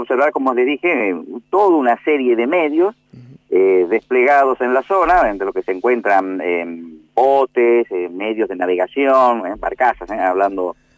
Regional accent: Rosario de Lerma, Salta, Argentina; now in Entre Ríos, Argentina; soy de Salta

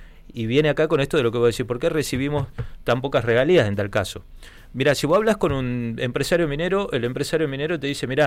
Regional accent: Santa Cruz, Argentina; Vengo de Santa Cruz, el macizo del Deseado

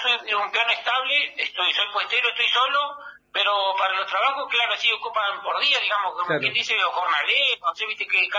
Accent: Aldea Beleiro, Argentina; Yo, la verdad, más o menos te comento que yo soy nativo de Aldea Beleiro.

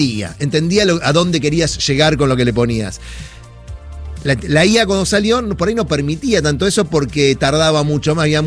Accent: Argentina

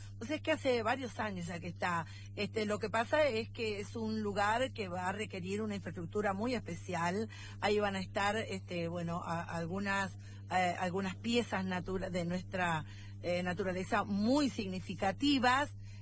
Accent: Argentina; soy madre argentina

